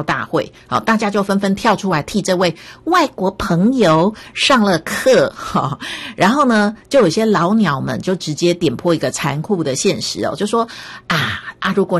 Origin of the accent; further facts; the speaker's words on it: Taiwan; 跟我们台湾人一样嘛，每天还是要吃饭啊